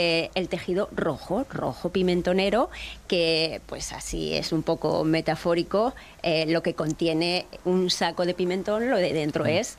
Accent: Extremadura, Spain; homenaje a mi tierra, al pimentón de La Vera

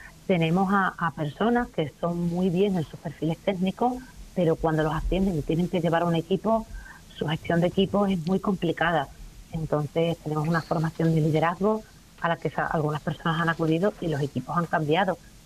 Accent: Extremadura, Spain; moved away as an adult; also born or lived in England; yo soy extremeña retornada.

